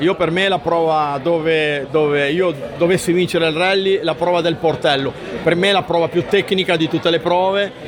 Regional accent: Genoa, Liguria, Italy; E quindi sono di Genova

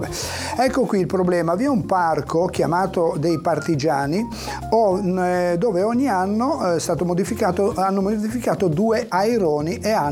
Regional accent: Rapallo, Liguria, Italy; Sono di Rapallo, nelle giornate del primo, dell'1, 2, 3 luglio si celebra la festa della Madonna della città

